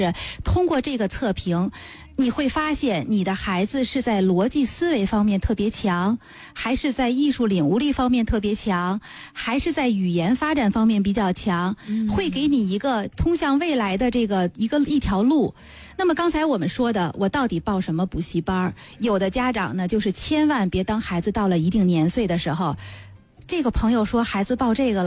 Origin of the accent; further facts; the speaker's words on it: China; 我们中国人爱什么呀